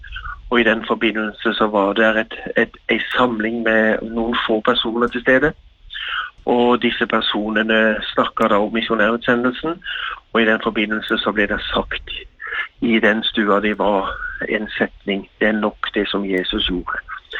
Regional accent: Sørlandet, Norway; jeg er fra Sørlandet, bor i Kristiansand

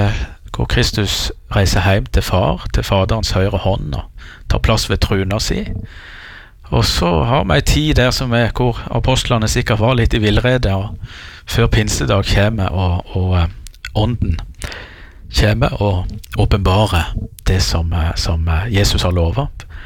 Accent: Jæren, Rogaland, Norway; now in Giske, Norway; både på Sunnmøre og på Jæren der jeg er ifra.

